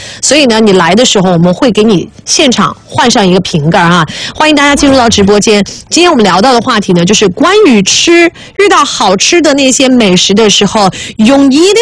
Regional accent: Sichuan, China; 我们四川人

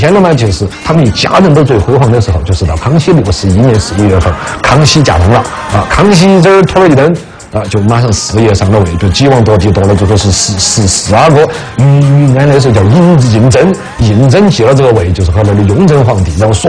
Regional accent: China; 这个也是我们中国人老话

